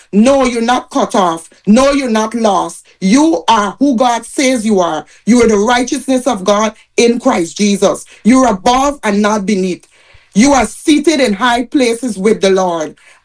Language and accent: English; Guyana; now in Houston, United States; I'm living in Houston, Texas, but I'm from Guyana. I'm Guyanese.